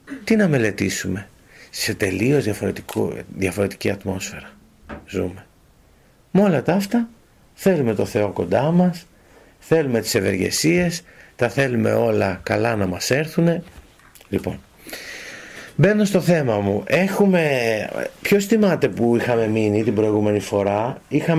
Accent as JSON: {"language": "Greek", "country": "Greece", "said": "όλοι μας που είμαστε Έλληνες και χριστιανοί"}